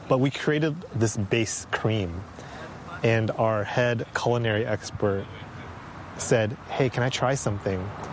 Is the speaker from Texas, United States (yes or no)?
no; San Francisco, California, United States; So, born and raised in San Francisco, lived there for most of my life, and my wife Kathy is from San Jose.